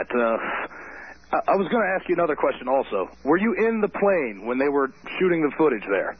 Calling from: Columbus, Ohio, United States; I'm calling from Columbus, Ohio.

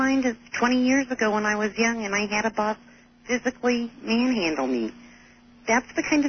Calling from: California, United States; I'm midway between Arcata and San Francisco.

